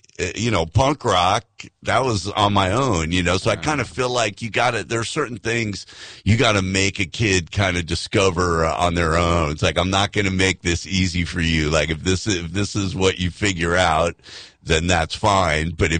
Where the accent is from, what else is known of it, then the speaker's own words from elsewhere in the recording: Illinois, United States; also born or lived in New York; I was born in Illinois. I was about 7 years old, moved to, you know, upstate New York, and then moved back to the same town in Illinois to go to high school.